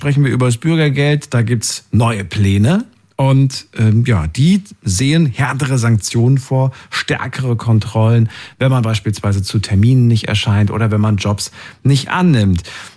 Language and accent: German; Thuringia, Germany; born there; Ich bin in Thüringen geboren, das war früher so.